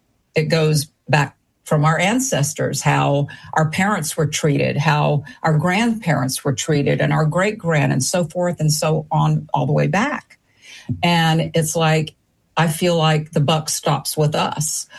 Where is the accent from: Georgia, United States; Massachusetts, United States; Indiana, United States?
Georgia, United States; Savannah; I grew up in Savannah, Georgia. I'm a Georgia girl.